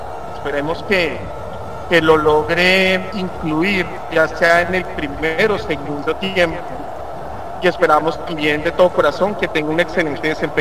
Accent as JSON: {"language": "Spanish", "country": "Colombia", "said": "todos como colombianos"}